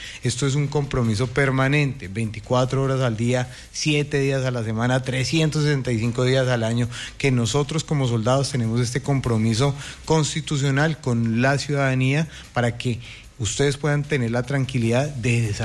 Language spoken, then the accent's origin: Spanish; Colombia; estamos acá como colombianos, como ciudadanos colombianos también